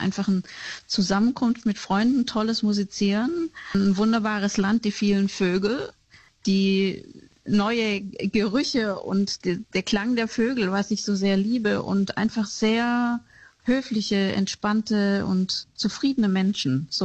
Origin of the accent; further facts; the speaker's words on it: Schwäbisch Gmünd, Baden-Württemberg, Germany; für mich natürlich als Deutsche